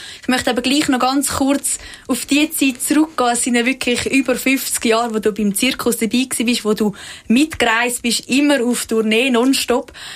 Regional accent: Switzerland; weil bei uns in der Schweiz gibt es halt keine Königsfamilien

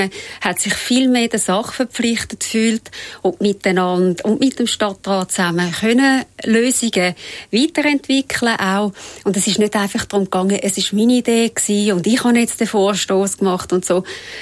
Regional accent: Switzerland; ich bin in Rätischen aufgewachsen

